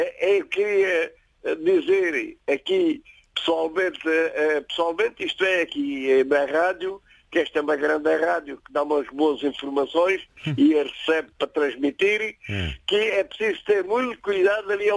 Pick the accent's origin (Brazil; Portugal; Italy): Portugal; Ponte de Sor, Portalegre; propriamente sou natural de Pão de Sor, mas onde eu tenho a minha vivenda e as minhas coisas é na Torre das Vargens.